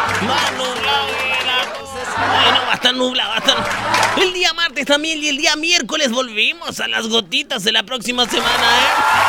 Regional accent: Mexico; ¿Verdad que somos mexicanos hoy día?

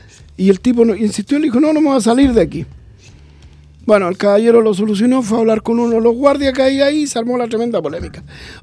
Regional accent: Chile

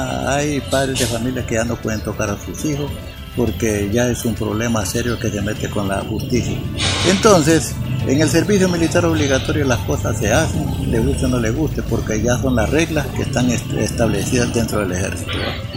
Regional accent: Honduras; como hondureño y también como ciudadano.

